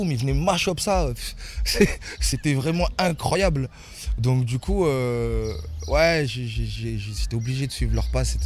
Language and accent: French; Vénissieux, Auvergne-Rhône-Alpes, France; also born or lived in Montpellier; J'ai grandi à Vénissieux-les-Minguettes, plus particulièrement, après dans plusieurs villes, à Montpellier aussi